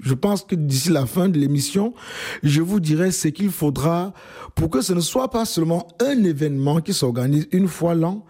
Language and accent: French; Cameroon; now in Belgium; je suis membre de Kwala depuis le Cameroun avant d'arriver à Belgique.